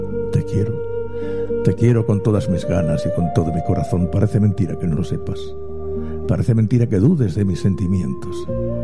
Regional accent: Spain; Me siento español porque soy español y porque amo mi bandera, que por cierto, tan bonita es, tan bonita es.

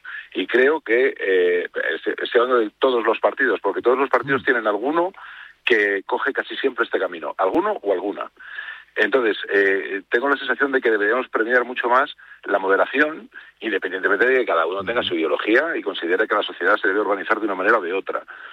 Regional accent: Spain; Yo soy español por un lado, por lo tanto me decanto por Lamine, y madridista por otro

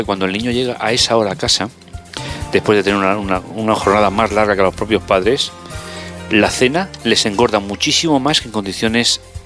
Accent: Region of Murcia, Spain; Yo he crecido en la huerta, claro.

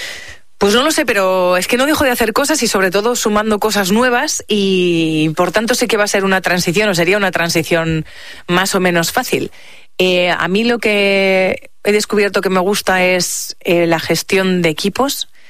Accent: Spain

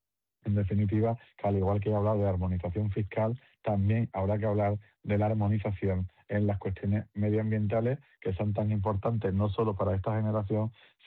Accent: San Roque, Andalusia, Spain; por ejemplo, en mi pueblo en San Roque, el desarrollo de todos los suelos que tiene la Junta de Andalucía

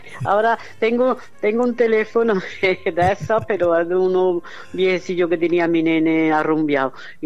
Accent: Córdoba, Andalusia, Spain; also born or lived in Montoro; 70 años en Córdoba, tengo 74

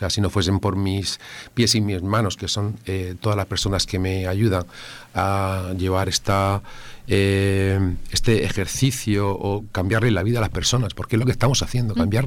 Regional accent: Molina de Segura, Region of Murcia, Spain; born there; nosotros estamos aquí en Molina, yo soy de Molina, nací hace 50 años en la calle justamente detrás de donde tengo el despacho.

